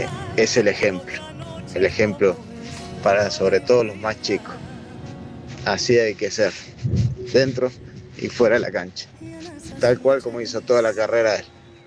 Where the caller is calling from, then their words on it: Mendoza, Argentina; de Mendoza.